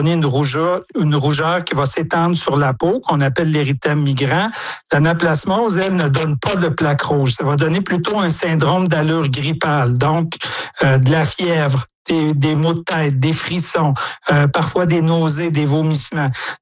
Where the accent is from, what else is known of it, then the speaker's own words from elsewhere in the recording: Quebec, Canada; chez nous en Estrie